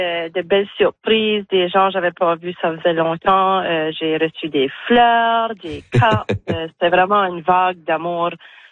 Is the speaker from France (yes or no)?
no; Grande-Digue, New Brunswick, Canada; moved away as an adult; now in Shediac, Canada; je vis à Grandigue, ça fait toute ma vie. Ben, il y a 6 mois, j'ai déménagé à Shédiac.